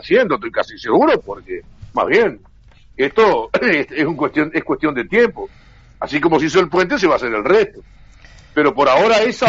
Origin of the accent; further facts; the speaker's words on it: Uruguay; los que somos de Sarandí